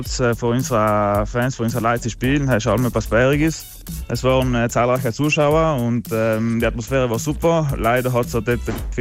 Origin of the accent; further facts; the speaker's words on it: Trentino-Alto Adige, Italy; Ich bin von Dobler